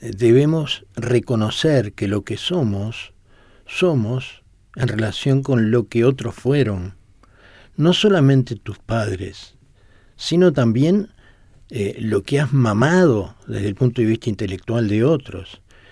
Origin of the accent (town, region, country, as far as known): Montevideo, Uruguay; born or raised there